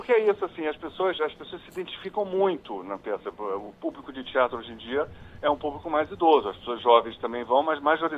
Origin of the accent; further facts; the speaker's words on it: Rio de Janeiro, Brazil; Sou carioca